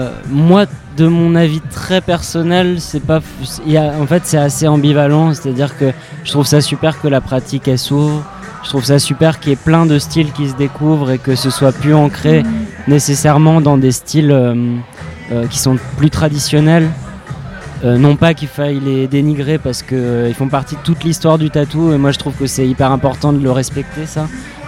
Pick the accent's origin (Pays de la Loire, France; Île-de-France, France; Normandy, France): Pays de la Loire, France; Nantes; Je viens de Nantes, du coup, enfin, je suis sur Nantes là actuellement et depuis une quinzaine d'années maintenant.